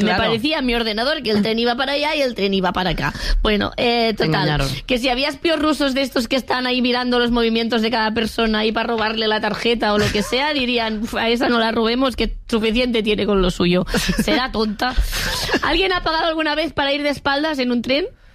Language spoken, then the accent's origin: Spanish; Catalonia, Spain; como persona catalana esto me